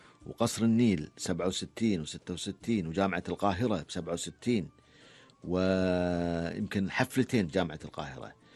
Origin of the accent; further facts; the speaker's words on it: Kuwait; حفلة الأندلس مشهورة عندنا في الكويت